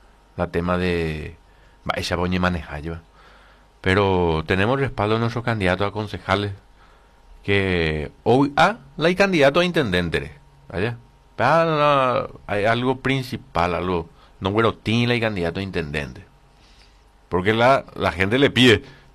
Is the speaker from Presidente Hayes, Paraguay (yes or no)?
no; Carapeguá, Paraguarí, Paraguay; Yo soy de Carapeguá.